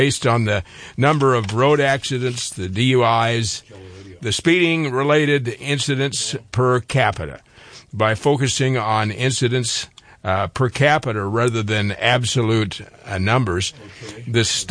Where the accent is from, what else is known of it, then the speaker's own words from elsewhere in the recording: Iowa, United States; I wondered where Minnesota would be, my home state of Iowa.